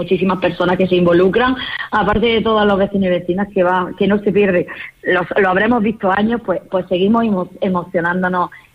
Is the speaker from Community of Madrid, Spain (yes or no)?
no; Molvízar, Andalusia, Spain; yo invito no solo a la gente alrededor de mi pueblo, sino a toda la provincia, a toda Andalucía